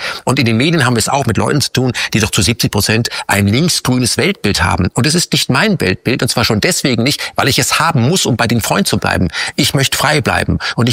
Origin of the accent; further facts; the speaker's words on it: Krefeld, North Rhine-Westphalia, Germany; born there; Du meinst nach Krefeld, wo ich geboren bin?